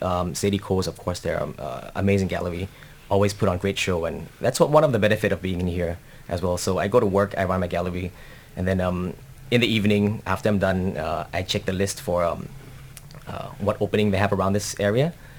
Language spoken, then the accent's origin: English; Thailand; now in London, United Kingdom; So originally I'm from Thailand, and my first experience, like early experience in London